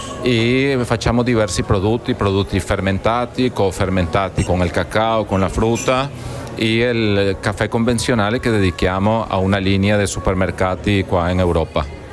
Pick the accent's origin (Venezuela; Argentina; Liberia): Venezuela; Italian is a second language; moved away as an adult; also born or lived in Milan; now in Trieste, Italy; vengo dal Venezuela, sono arrivato nel 2017 per motivi di salute della mia madre a Milano, all'ospedale San Raffaello di Milano, e dopo ci siamo trasferiti a Trieste perché è una città più pacifica, più bella, luminosa